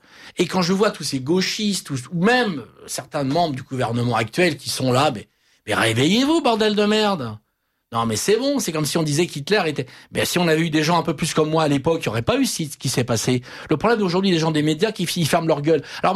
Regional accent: Paris, Île-de-France, France; Je suis parisien, je suis français, je suis européen.

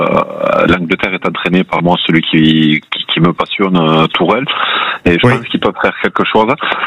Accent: France; en tant que Français

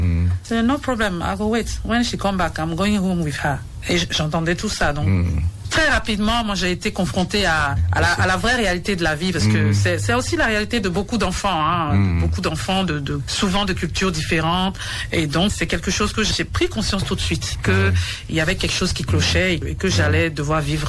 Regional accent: Cotonou, Littoral, Benin; born there; also born or lived in Nigeria / Abuja, Nigeria; Je me retrouve à Saint-Jean, à Romain-Légbé-Sivon-Mais. Moi, j'ai grandi là-bas.

